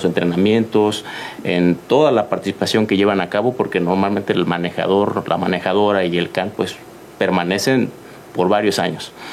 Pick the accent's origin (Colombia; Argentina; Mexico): Mexico; Es un orgullo como mexicanos, como mexicanas